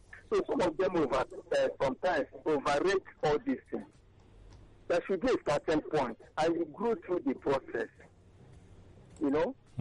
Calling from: Nigeria; I'm calling from Eba.

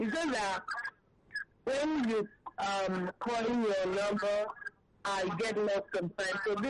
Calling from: Abuja, Federal Capital Territory, Nigeria; I'm calling from Abuja.

